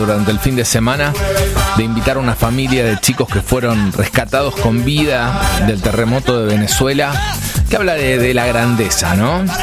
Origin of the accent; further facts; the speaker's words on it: Argentina; a los argentinos nos quiere